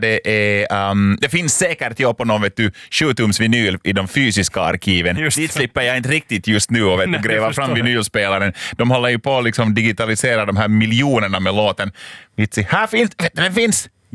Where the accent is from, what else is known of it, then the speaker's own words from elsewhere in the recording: Lapinjärvi, Uusimaa, Finland; jag kommer själv från Östra Nyland, från Lappträsk